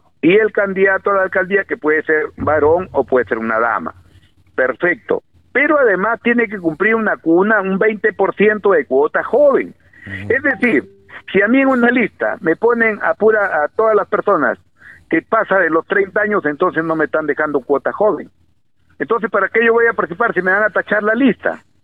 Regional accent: Olmos, Lambayeque, Peru; born there; also born or lived in Tumbes; por el cariño que yo le tengo a mi pueblo, por haber nacido en mi pueblo, todo ese potencial quiero aplicarlo aquí en Olmos.

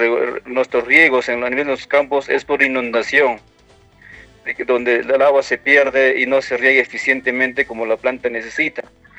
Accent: Aija, Ancash, Peru; un viaje de Recuay a mi pueblo de Aija

